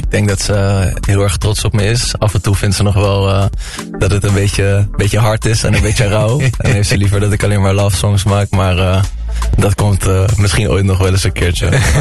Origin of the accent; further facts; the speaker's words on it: Rotterdam, South Holland, Netherlands; we komen uit Krooswijk, zijn later naar Rotterdam-Zuid ben ik verhuisd. En ik heb eigenlijk altijd wel een welbespraakte moeder gehad. Die heeft mij altijd opgevoed en is heel streng geweest met, joh, je moet goed Nederlands praten.